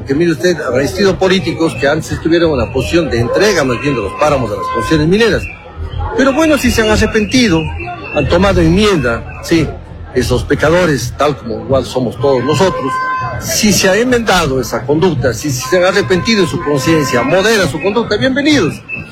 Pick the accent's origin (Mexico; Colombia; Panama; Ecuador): Ecuador; Cuenca, Azuay; porque ¿qué somos, pues, los cuencanos, azuayos y australes dentro del contexto nacional?